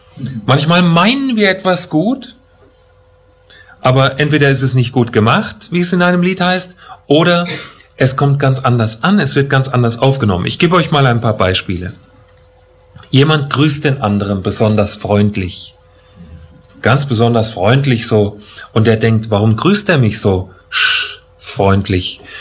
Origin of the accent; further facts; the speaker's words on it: Germany; wir als Deutsche.